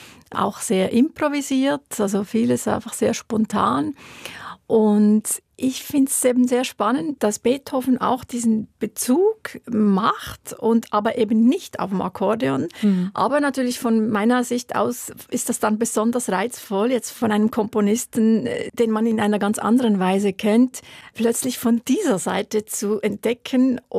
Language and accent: German; Wollerau, Schwyz, Switzerland; ich bin in Wollerau aufgewachsen